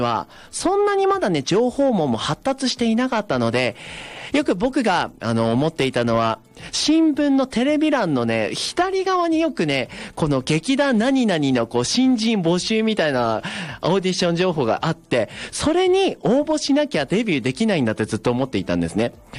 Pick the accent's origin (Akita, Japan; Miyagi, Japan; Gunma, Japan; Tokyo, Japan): Akita, Japan; Yuzawa; 僕は出身が湯沢市で、